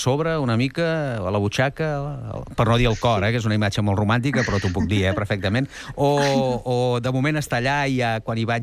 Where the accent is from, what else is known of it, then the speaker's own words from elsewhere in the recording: Catalonia, Spain; Això vist com a catalana deu ser un bé